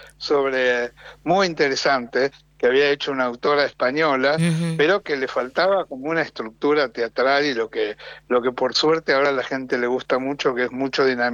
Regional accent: Buenos Aires, Argentina; de Argentina, de Buenos Aires, la ciudad que más teatro tiene en el mundo, más que Londres y que Nueva York.

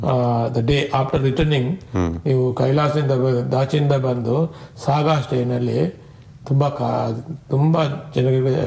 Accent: Tibet, China; born there; Kannada is a second language; moved away; ನಾವು ಟಿಬೆಟ್ನವರು ಇಲ್ಲೇ ಹುಟ್ಟಿರೋದು

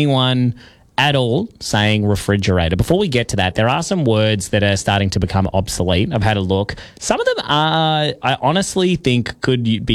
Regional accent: Ireland; I'm not Scottish, I'm Irish.

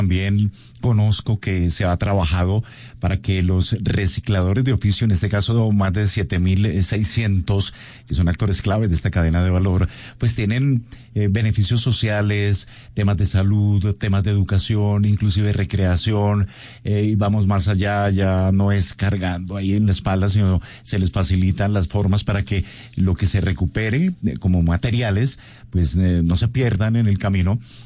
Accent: Colombia; Ya se ha crecido como sociedad, como colombianos, la cultura ciudadana, el consumo responsable, Mónica.

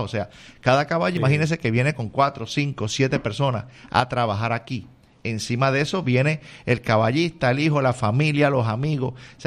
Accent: Puerto Rico; Yo soy puertorriqueño, así que este clima me encanta.

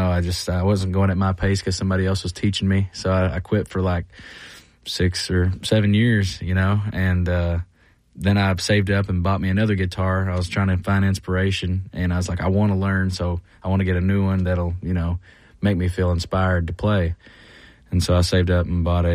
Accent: Byrdstown, Tennessee, United States; this is a song off the record, kind of about the road I grew up on in Byrdstown, Tennessee, and it's called

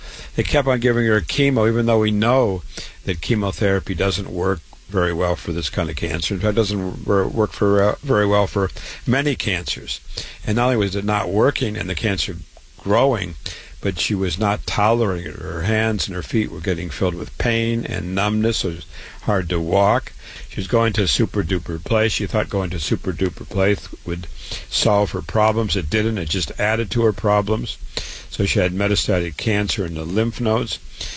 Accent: Waterloo, Iowa, United States; I was born and raised in Waterloo, Iowa.

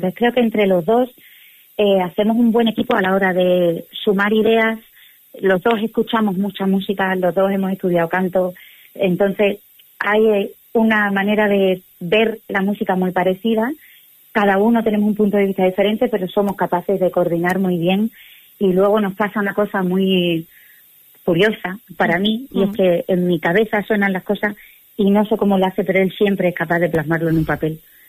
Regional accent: Extremadura, Spain; nuestra herencia como extremeños

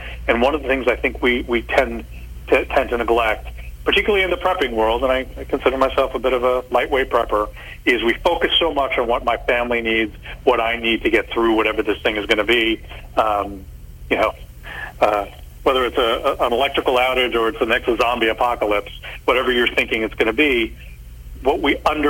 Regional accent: California, United States; having seen numerous earthquakes growing up in California

